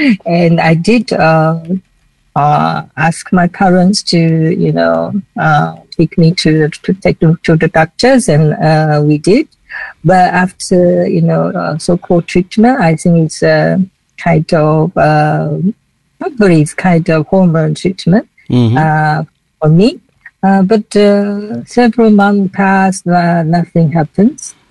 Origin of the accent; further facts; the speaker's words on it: Taiwan; first language Chinese; English is a second language; I'm from Taiwan, and I am the founder of OII Chinese since 2008.